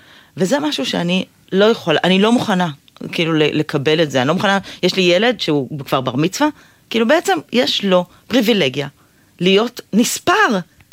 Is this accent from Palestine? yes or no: yes; West Bank, Palestine; אז גדלתי בציונות הדתית ביישוב בגוש עציון, שהיה יישוב בהרבה מובנים מאוד ליברלי